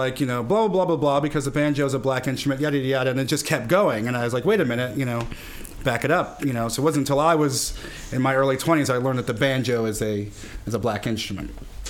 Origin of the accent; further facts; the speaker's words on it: Brooklyn, New York, United States; born there; I was born in Brooklyn. I didn't hear a lot of banjo music growing up in Bed-Stuy